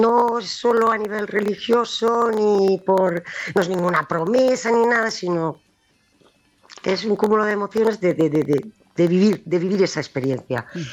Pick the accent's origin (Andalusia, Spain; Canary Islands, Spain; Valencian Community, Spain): Valencian Community, Spain; Alicante